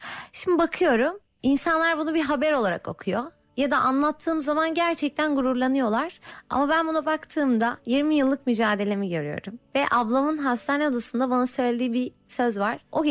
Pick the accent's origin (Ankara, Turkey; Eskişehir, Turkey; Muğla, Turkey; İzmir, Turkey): Eskişehir, Turkey; born there; Eskişehir doğumluyum.